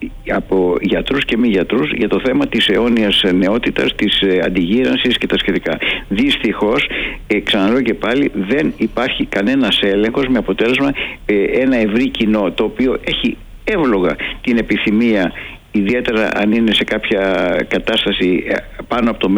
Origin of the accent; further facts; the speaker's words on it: Greece; μας αφορά εμάς σαν Έλληνες.